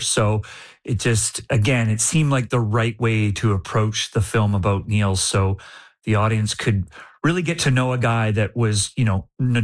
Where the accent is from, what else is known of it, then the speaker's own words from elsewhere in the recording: Canada; as a Canadian